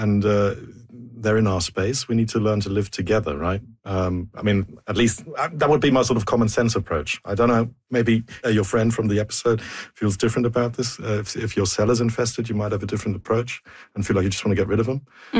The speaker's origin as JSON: {"language": "English", "country": "Germany", "tie": "born or raised there", "second_language": "English", "said": "because I grew up in Germany, so I was aware of these places."}